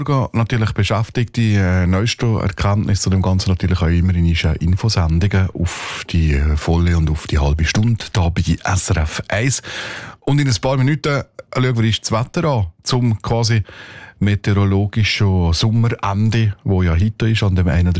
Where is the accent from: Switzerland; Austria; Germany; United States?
Switzerland; Vielleicht mal, aber bei uns in der Schweiz doch nicht.